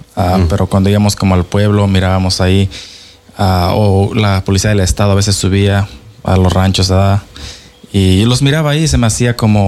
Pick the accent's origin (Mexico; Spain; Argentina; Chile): Mexico; moved away as an adult; now in United States; yo nací y crecí en México. Yo vine aquí cuando tenía casi 18 años. Entonces llegué aquí y pues obviamente fue un poquito, como digo, larga la trayectoria, ¿verdad? Llegar aquí, aprender el inglés un poquito.